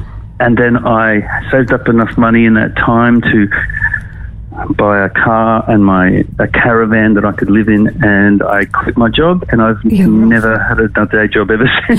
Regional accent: Brisbane, Queensland, Australia; I grew up in Brisbane.

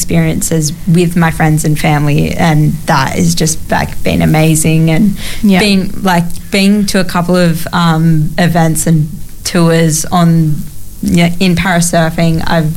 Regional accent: Jervis Bay, New South Wales, Australia; growing up in Jervis Bay and that, the water has always been a part of my life and that sort of thing.

